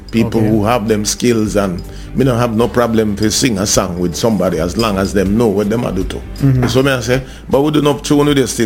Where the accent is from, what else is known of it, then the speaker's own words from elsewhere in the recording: Jamaica; And as a Jamaican, I feel proud to know I am from a little island that create over 7 different genres of music.